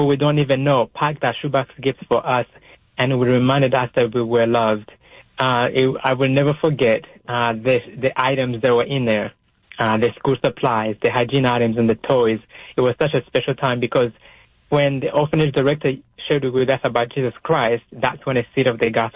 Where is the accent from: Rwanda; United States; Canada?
Rwanda; moved away; when I was 7 years old growing up in Rwanda.